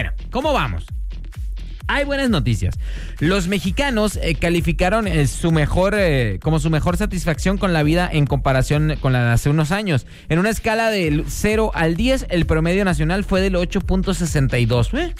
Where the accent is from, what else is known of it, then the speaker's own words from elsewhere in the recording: Mexico; qué tan felices somos los mexicanos?